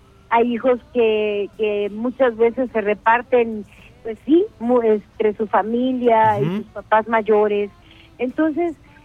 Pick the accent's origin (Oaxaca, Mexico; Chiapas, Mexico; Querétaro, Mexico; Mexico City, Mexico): Querétaro, Mexico; born there; Yo nací en Querétaro.